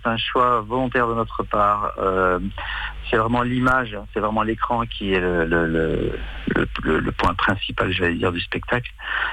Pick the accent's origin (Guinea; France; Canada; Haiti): France